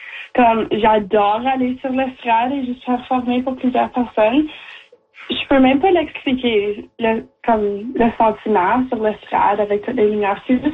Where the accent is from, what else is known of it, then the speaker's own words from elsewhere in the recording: Timmins, Ontario, Canada; also born or lived in Chapleau; je suis 17 ans, je viens de Timmins. Je vivais comme avant à Chapleau, mais j'ai déménagé à 5 ans